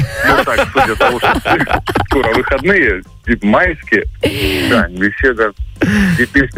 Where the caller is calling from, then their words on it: Shakhty, Rostov Oblast, Russia; Сейчас я с Ростовской области, город Шахты звоню.